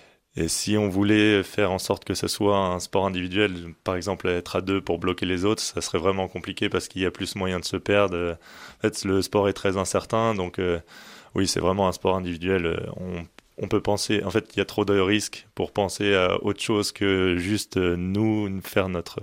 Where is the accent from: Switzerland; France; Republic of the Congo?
France; quand on est français.